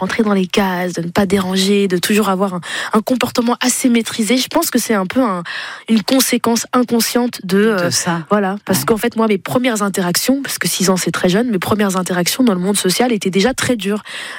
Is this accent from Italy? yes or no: no; Flanders, Belgium; plus moi j'ai grandi en Flandre, donc la partie flamande de la Belgique.